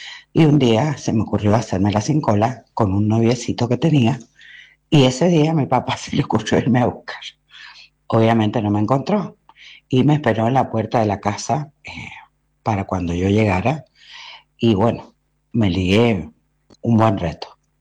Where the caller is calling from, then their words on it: Maipú, Mendoza, Argentina; de Maipú.